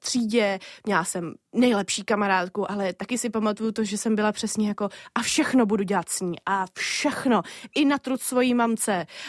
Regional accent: Prague, Czechia; protože jsem Pražačka.

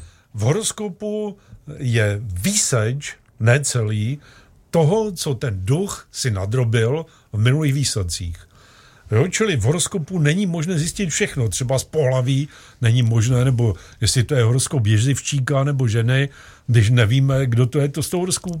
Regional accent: Ostrava, Moravian-Silesian Region, Czechia; also born or lived in Opava; Narodil jsem se v Opavě, ale vyrůstal v Ostravě

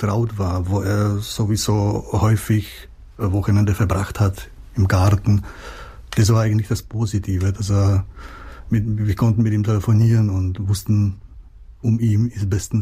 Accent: Czechia; first language Czech; German is a second language; moved away as an adult; now in Austria

